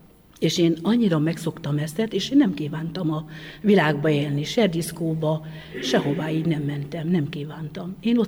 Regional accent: Zsolca, Borsod-Abaúj-Zemplén, Hungary; Tehát, mert itt születtem Zsolcán

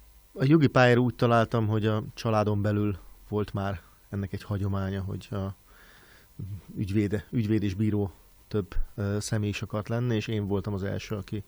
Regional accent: Pécs, Baranya, Hungary; Pécsi Egyetemen végeztem. Ott én pécsi vagyok, pécsi származású vagyok egyébként is, és ott folytattam a tanulmányaimat, majd Németországban is tanultam még, Frankfurtban.

